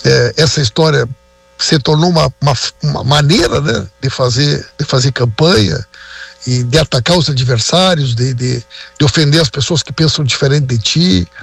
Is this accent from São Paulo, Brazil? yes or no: no; Rio Grande do Sul, Brazil; nós somos gaúchos, né?